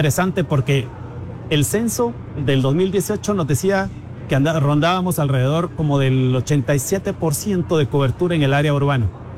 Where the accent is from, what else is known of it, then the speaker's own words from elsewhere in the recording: San Agustín Acasaguastlán, El Progreso, Guatemala; Personalmente soy de San Agustín, Casaguastlán, entonces hablábamos del Prodeso, Zacapa, Chiquimula.